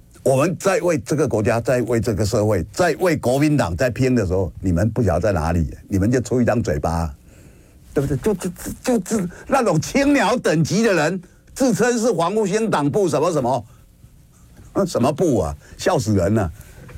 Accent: Kinmen County, Taiwan; 我是福建金门人嘛。这个就是我的家嘛

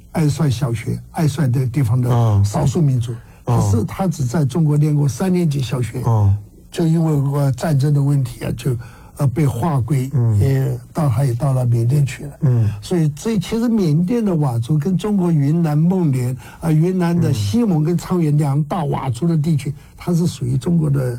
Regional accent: Taiwan; 我是身为台湾人嘛，中国台湾人

